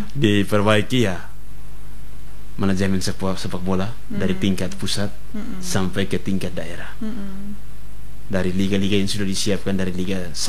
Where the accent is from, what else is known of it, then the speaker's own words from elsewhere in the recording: East Nusa Tenggara, Indonesia; kita sebagai orang Belu yang baik.